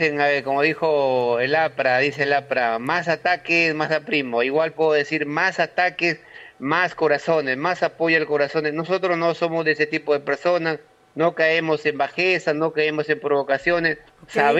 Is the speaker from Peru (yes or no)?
yes; Íllimo, Lambayeque, Peru; mi pueblo de Íllimo con sus caseríos